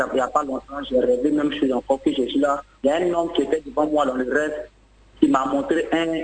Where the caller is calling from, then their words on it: Abidjan, Côte d’Ivoire; Je vous appelle de Riviera 3.